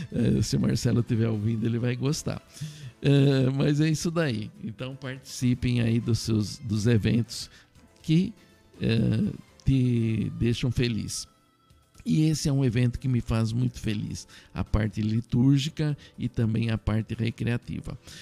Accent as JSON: {"language": "Portuguese", "town": "São Manuel", "region": "São Paulo", "country": "Brazil", "tie": "born there", "said": "E eu nasci em São Manuel, né?"}